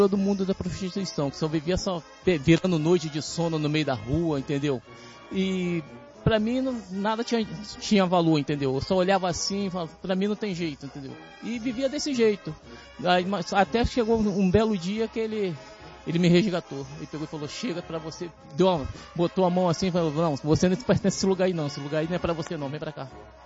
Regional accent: Duque de Caxias, Rio de Janeiro, Brazil; Venho de Caxias, Duque de Caxias.

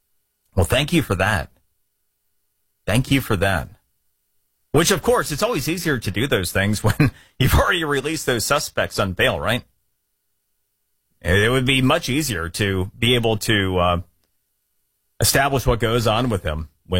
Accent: Florida, United States; in my home state of Florida?

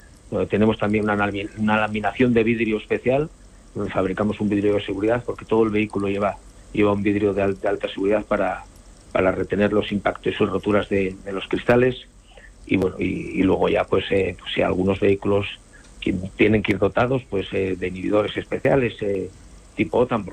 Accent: Asturias, Spain; cuando estás fuera de Asturias, pues como buen asturiano presumes, ¿no?

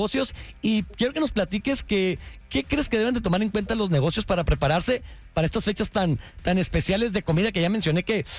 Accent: Mexico; algo que nos distingue como mexicanos, sin duda alguna, es la comida.

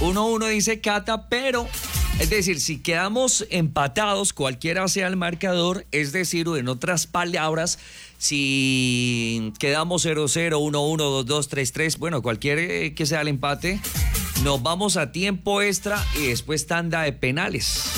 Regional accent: Colombia; Yo también soy orgullosamente colombiano

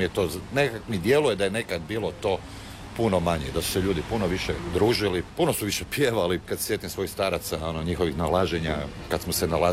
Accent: Zagreb, Zagreb County, Croatia; rođen sam tamo na Staroj Peščanici

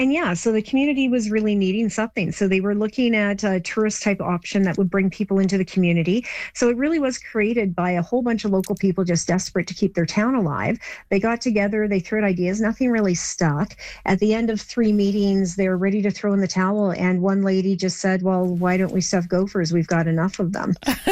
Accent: Torrington, Alberta, Canada; Well, so I grew up in Torrington, and it was vastly different than what it is now.

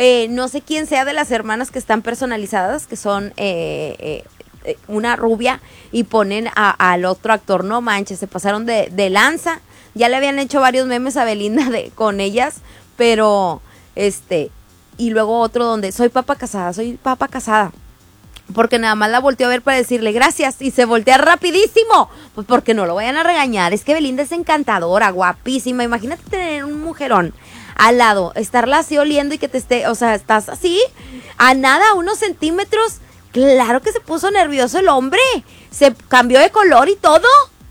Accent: Mexico; Bueno, como somos mexicanos y nosotros no perdonamos a otro mexicano y nos burlamos de todo lo que pasa con nosotros los mexicanos

